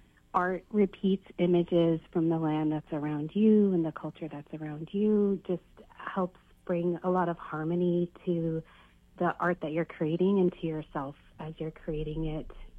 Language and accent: English; Bethel, Alaska, United States; Yeah, well, I'm non-Indigenous, but I was born and raised in Bethel, so I was highly impacted by the culture there.